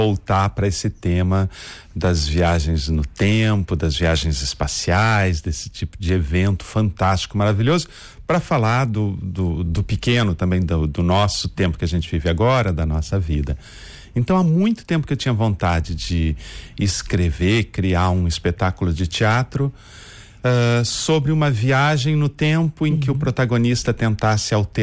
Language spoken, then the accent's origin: Portuguese; Porto Alegre, Rio Grande do Sul, Brazil; eu sou de Porto Alegre, uma cidade do sul do Brasil, uma pequena cidade